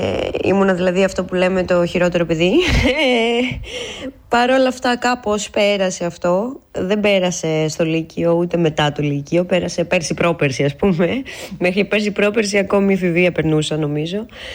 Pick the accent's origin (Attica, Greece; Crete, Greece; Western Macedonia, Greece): Attica, Greece; Athens; Γεννήθηκα και μεγάλωσα στην Αθήνα, σε μια οικογένεια όπως όλοι μας.